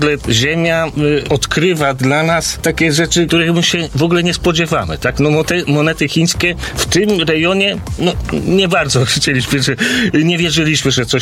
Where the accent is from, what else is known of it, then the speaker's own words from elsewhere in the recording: Szczecinek, West Pomeranian Voivodeship, Poland; born there; Ja się urodziłem w Szczecinku, tak notabene